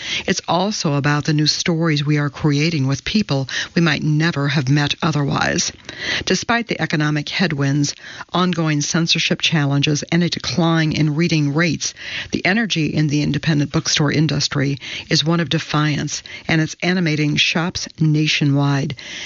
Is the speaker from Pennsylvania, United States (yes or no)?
no; Austin, Texas, United States; In my hometown of Austin, Texas